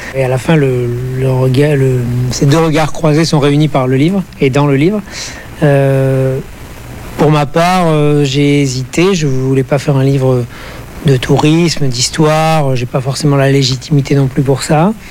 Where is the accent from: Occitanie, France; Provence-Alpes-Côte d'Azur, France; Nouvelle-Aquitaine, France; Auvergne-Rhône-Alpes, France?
Nouvelle-Aquitaine, France; moved away as an adult; now in Bordeaux, France; Je vis à Bordeaux depuis 17 ans, mais j'y ai vécu mes études. Alors je suis originaire de Dordogne